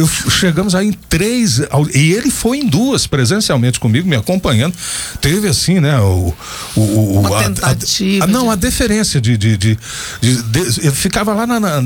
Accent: Ceres, Goiás, Brazil; born there; now in Anápolis, Brazil; sou cearense também, nasci em Séries.

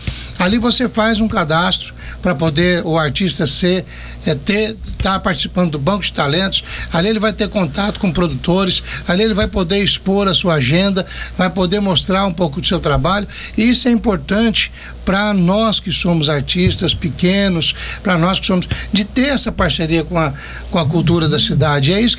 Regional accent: Anápolis, Goiás, Brazil; sou de Anápolis

